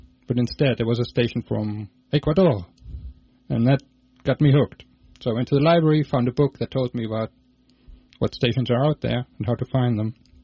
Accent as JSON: {"language": "English", "country": "Germany"}